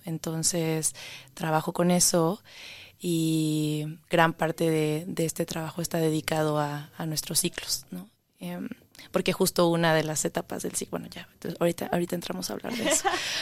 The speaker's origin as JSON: {"language": "Spanish", "region": "Oaxaca", "country": "Mexico", "said": "soy oaxaqueña también, hablábamos que somos oaxaqueñas"}